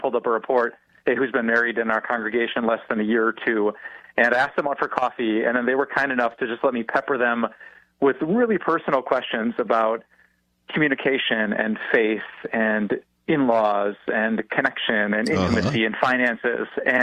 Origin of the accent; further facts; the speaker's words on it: Green Bay, Wisconsin, United States; So I grew up in Green Bay, Wisconsin, and mom and dad who loved me deeply.